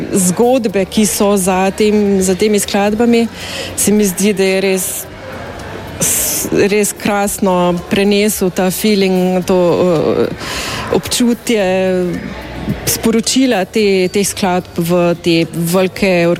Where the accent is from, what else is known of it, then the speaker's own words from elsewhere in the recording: Krško, Lower Sava, Slovenia; To je bil prvi in edini, na žalost, promocijski koncert tega albuma in sicer v mojem domačem kraju v Krškem.